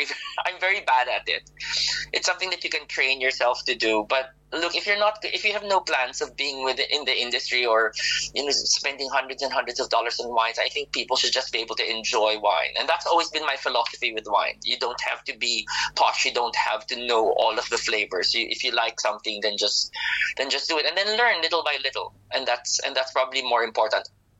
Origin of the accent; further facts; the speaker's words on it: Philippines; So for example, I'm originally from the Philippines. For me, tropical flavors are pineapple and mango, not necessarily passion fruit.